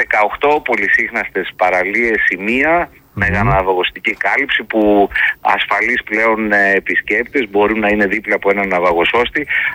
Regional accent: Greece; Λοιπόν, να ξεκινήσω, γιατί ως Έλληνες θεωρούμε ότι η γαστρονομία είναι το πρώτο πράγμα που κοιτάζουμε.

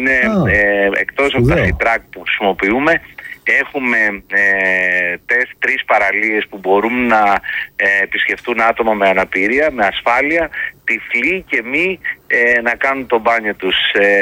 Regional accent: Greece; Λοιπόν, να ξεκινήσω, γιατί ως Έλληνες θεωρούμε ότι η γαστρονομία είναι το πρώτο πράγμα που κοιτάζουμε.

